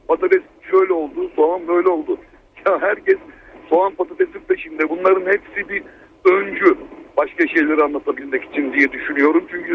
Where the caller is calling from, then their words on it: Istanbul, Turkey; İstanbul'dan arıyorum.